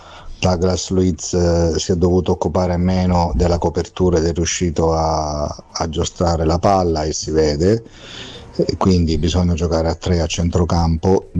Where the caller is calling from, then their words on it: Reggio Emilia, Emilia-Romagna, Italy; da Reggio Emilia.